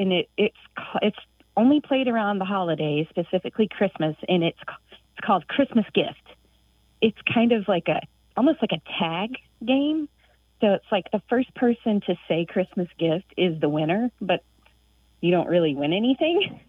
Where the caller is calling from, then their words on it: Tallahassee, Florida, United States; Hi, Grant. … I'm calling from Tallahassee, Florida.